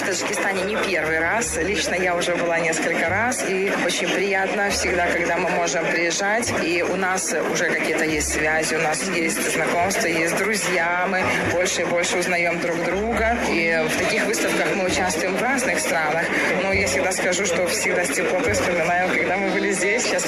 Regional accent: Belarus; я из Белоруссии.

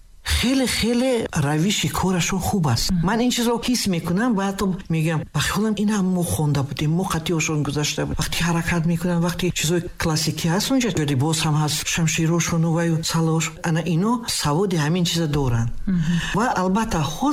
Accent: Kuhistan, Tajikistan; ман кӯҳистон аст забоншам медонам охир ман мардуми кӯҳистонам

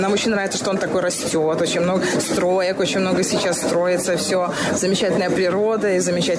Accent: Belarus; я из Белоруссии.

